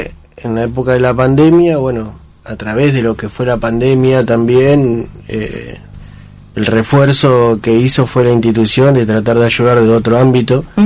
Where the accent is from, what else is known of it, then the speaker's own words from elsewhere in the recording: Santa Fe, Argentina; Yo soy nacido y criado en Santa Rosa de Lima.